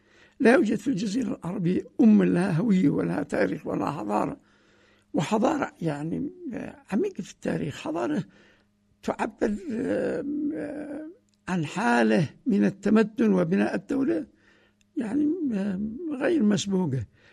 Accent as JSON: {"language": "Arabic", "country": "Yemen", "said": "عندنا في اليمن"}